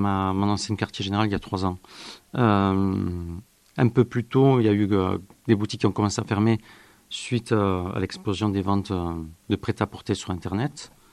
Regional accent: Tarbes, Occitanie, France; je suis né à Tarbes. Toute mon enfance, je l'ai passée ici, au centre-ville

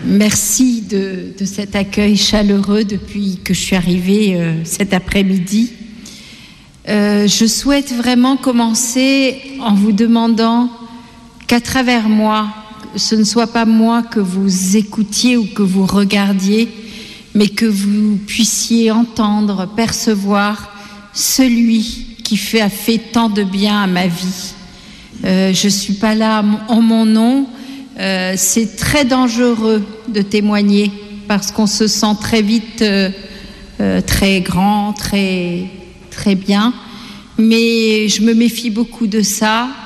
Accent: Madagascar; born there; also born or lived in India; Je suis indienne, d'origine indienne, musulmane chiite, née à Madagascar, dans l'océan Indien, et je suis fille de Moula chiite.

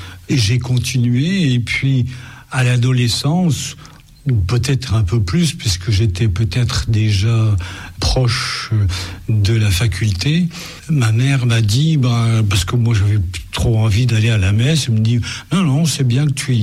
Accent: Grand Est, France; Puisque moi je suis lorrain, fier d'être lorrain, et je mourrai lorrain.

